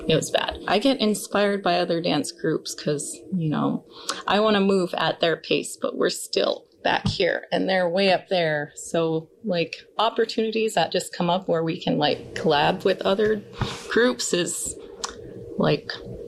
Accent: Unalakleet, Alaska, United States; I'm from Unalakleet. I'm one of the handful of co-founders for Unalakleet Inuchuk, which means Unalakleet comes to life.

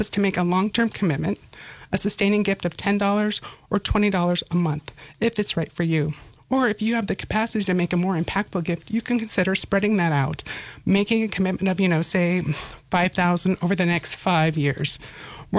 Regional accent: Anchorage, Alaska, United States; I'm from Anchorage

